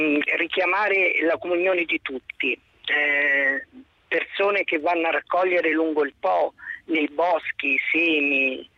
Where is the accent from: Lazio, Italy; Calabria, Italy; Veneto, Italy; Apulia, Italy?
Lazio, Italy; Rome; born there; now in Vidalenzo, Italy; Ricorda casa, da dove sono nato, quindi anche mia tradizione, ma ricorda anche la casa da dove proveniamo come monaci. Proveniamo da Santa Francesca Romana, lì a Roma